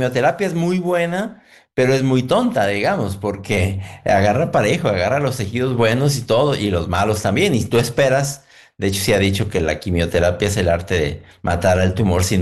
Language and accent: Spanish; Mexico